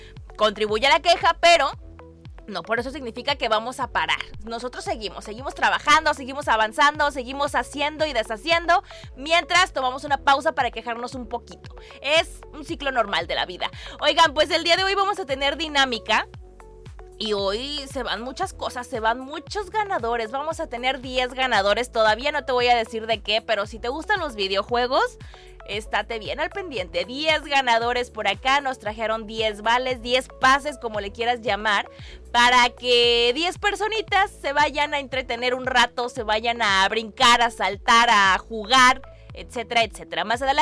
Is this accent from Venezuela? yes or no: no; Mexico; Aquí madrugamos todos, somos el futuro de México